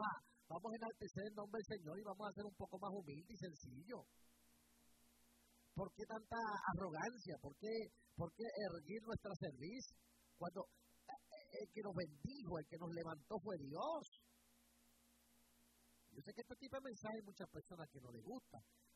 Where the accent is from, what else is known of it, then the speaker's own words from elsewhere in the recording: Bronx, New York, United States; born there; Se lo digo yo que nací aquí en el Bronx.